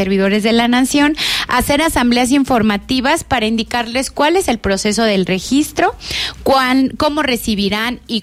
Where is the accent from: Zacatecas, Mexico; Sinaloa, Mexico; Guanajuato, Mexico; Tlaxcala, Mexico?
Zacatecas, Mexico; en lo que somos como mexicanas y mexicanos, nos ha defendido. Y por eso en Zacatecas la queremos mucho, bien mucho, y siempre se lo decimos.